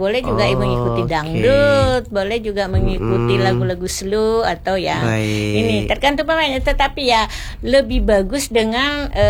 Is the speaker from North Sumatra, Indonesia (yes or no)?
no; Makassar, South Sulawesi, Indonesia; now in Tanjung Pinang, Indonesia; Kalau waktu kecil-kecil dulu, waktu masih di Makassar kan